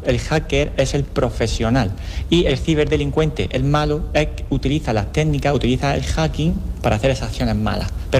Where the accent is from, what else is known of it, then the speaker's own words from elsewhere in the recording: Andújar, Andalusia, Spain; porque nosotros venimos de allí de Jaén, concretamente de Andújar, que allí pues ya estamos en la época en la que el sol no pica, el sol muerde.